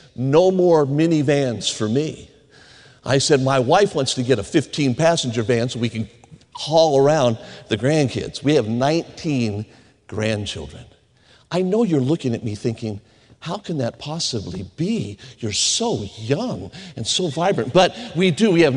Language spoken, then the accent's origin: English; Las Vegas, Nevada, United States; I grew up in Las Vegas, Nevada, the most boring city in America for a kid